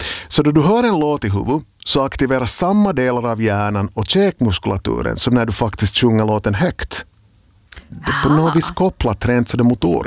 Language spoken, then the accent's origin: Swedish; Finland; Och det är alltså det här är inte bara något som vi finländare lider av förstås